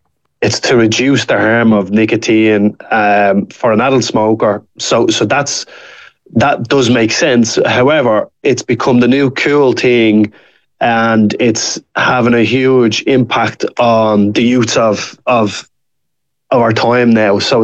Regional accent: Ireland; as Irish people.

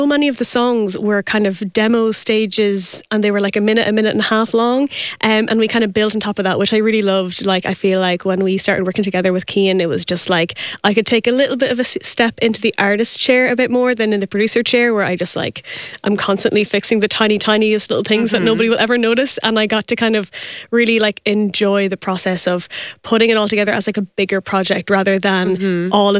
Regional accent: Ballygib, Leinster, Ireland; So I'm from the Gaeltacht of Ballygib in County Meath. It's a very little known Gaeltacht.

